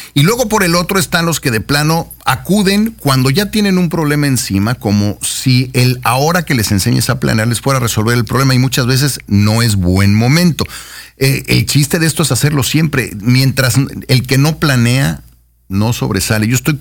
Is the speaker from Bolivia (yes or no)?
no; Mexico; parte de nuestra esencia como mexicanos.